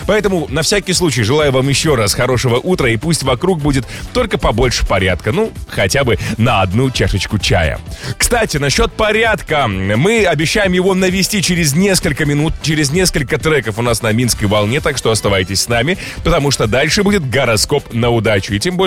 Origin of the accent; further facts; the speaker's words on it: Belarus; мы, белорусы и монголы, ну, если копнуть, почти родня, да?